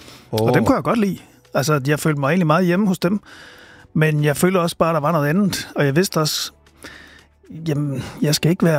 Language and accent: Danish; Silkeborg, Central Denmark Region, Denmark; also born or lived in Aarhus; Jeg er født i Aarhus, og så flyttede mine forældre til Silkeborg, da jeg var et.